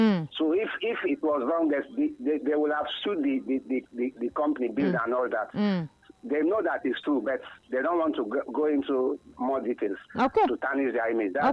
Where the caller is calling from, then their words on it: Ikorodu, Lagos, Nigeria; I'm calling from Ikorodu.